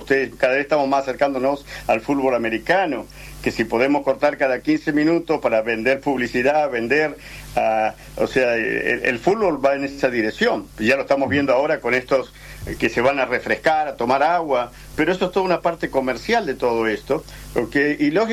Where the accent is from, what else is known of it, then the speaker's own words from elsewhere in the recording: Argentina; now in United States; Entonces, sí, es un juego que yo como argentino y veterano, porque yo soy enlistado para de Malvinas, yo llegué aquí en el año 82 a este país, a Estados Unidos